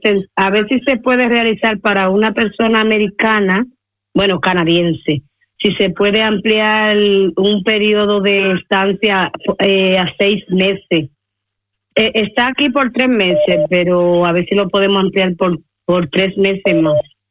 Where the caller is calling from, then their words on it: Madrid, Community of Madrid, Spain; estoy hablando de embajadores.